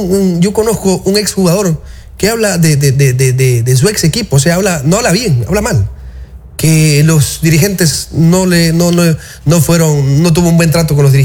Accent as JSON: {"language": "Spanish", "town": "Chone", "region": "Manabí", "country": "Ecuador", "said": "Yo soy de Chon"}